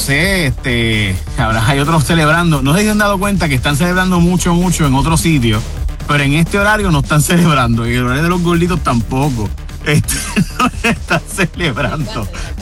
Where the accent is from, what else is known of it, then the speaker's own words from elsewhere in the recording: Puerto Rico; nosotros queremos lo mejor de los dos mundos.